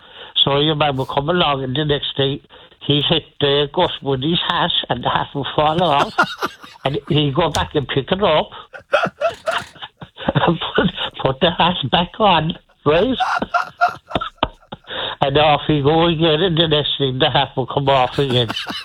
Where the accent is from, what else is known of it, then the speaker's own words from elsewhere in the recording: Cork, Munster, Ireland; born there; I do. I was born in Cork City in a very unusual place.